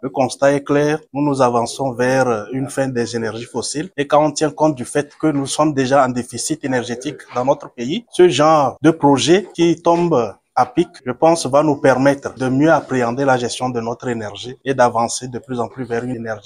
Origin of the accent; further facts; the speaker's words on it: Togo; entreprises qui aimeraient s'installer chez nous au Togo.